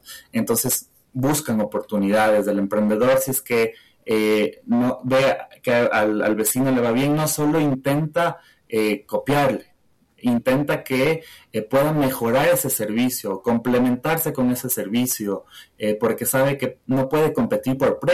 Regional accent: Ecuador; La primera que sentimos nosotros que tenemos que hacer como ecuatorianos es creérnosla.

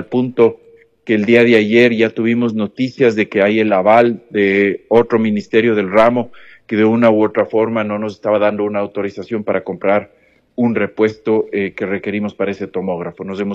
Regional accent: Ambato, Tungurahua, Ecuador

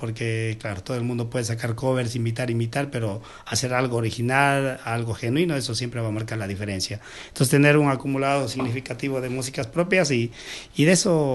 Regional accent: Sevilla Don Bosco, Morona Santiago, Ecuador; yo soy de Sevilla

